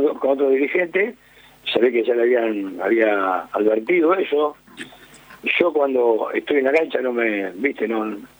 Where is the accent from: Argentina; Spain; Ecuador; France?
Argentina; Buenos Aires; Yo soy acá de Saavedra, así que acá en el barrio está contento porque aparte ya debutó ganando